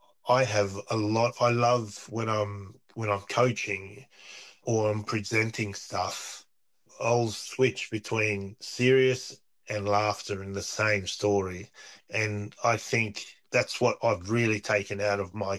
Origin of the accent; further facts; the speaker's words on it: Australia; We like I've I grew up in Australia, and I have that really, really Australian sense of humor.